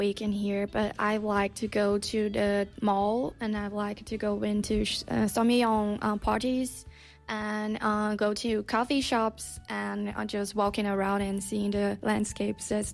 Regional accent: Brazil; English is a second language; moved away as an adult; now in Busan, South Korea; Well, I'm from Brazil, and I'm here randomly.

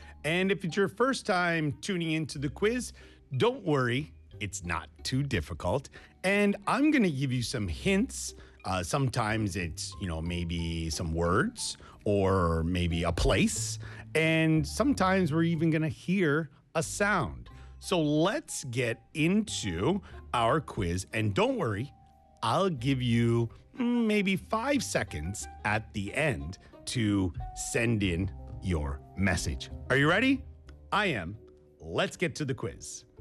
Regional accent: Saint John, New Brunswick, Canada; moved away as an adult; now in Busan, South Korea; my hometown is St. John, New Brunswick in Canada. This is on the east coast of Canada. My hometown is very similar to Busan. It is a port city.

